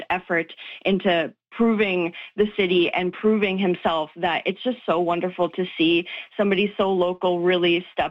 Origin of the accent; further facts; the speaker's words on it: Winnipeg, Manitoba, Canada; You never think growing up in Winnipeg that somebody can make it this big